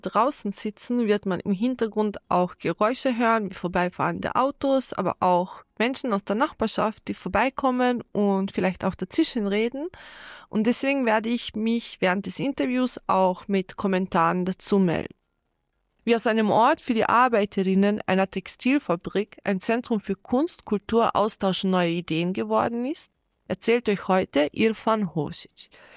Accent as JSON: {"language": "German", "town": "Bihać", "region": "Una-Sana Canton", "country": "Bosnia & Herzegovina", "tie": "born or raised there", "lives_now": "Graz, Austria", "said": "Für mich war diese Reise etwas ganz Besonderes, denn Bihać ist meine Heimatstadt und meine Tante wohnt nur wenige Schritte von Krak entfernt."}